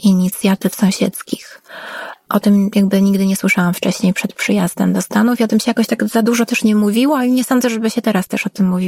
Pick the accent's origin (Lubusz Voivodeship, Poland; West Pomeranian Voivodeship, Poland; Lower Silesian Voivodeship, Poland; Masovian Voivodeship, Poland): Masovian Voivodeship, Poland; Warsaw; jestem akurat warszawianką i widzę, jak Warszawa się zmienia